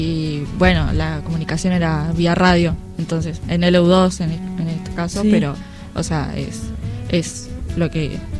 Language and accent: Spanish; Bahía Blanca, Buenos Aires Province, Argentina; Bueno, somos de Bahía Blanca, uh-huh. Somos estudiantes del Instituto Superior de la Bahía.